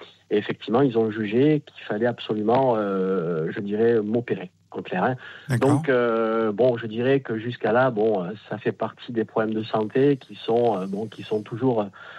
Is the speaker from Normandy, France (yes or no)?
no; Marseille, Provence-Alpes-Côte d'Azur, France; De Marseille. Bon là je suis à Colmar en déplacement professionnel, mais effectivement je suis natif du sud de la France.